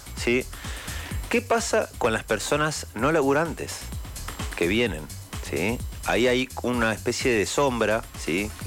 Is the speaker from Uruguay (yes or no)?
yes; Uruguay; now in Argentina; En mi país, por ejemplo